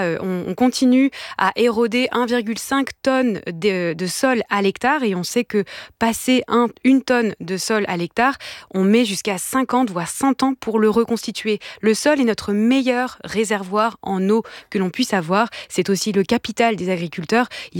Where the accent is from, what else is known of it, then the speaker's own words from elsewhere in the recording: Auvergne-Rhône-Alpes, France; Je viens des régions de Savoie